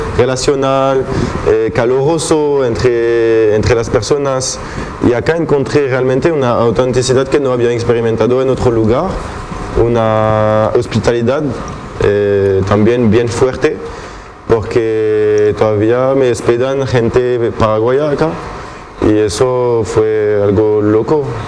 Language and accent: Spanish; Avignon, Provence-Alpes-Côte d'Azur, France; Spanish is a second language; also born or lived in Lyon; Avignon. ¿Conoces?